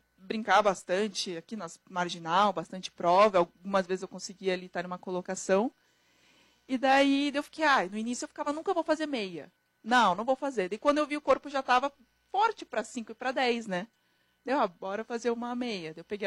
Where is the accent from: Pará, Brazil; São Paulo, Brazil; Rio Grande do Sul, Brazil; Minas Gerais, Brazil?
Rio Grande do Sul, Brazil; Porto Alegre; Daí eu decidi fazer em Porto Alegre, que era, enfim, onde eu cresci, né.